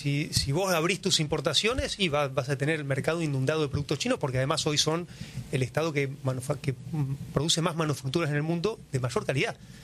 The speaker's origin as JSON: {"language": "Spanish", "country": "Argentina", "said": "Los argentinos, claro"}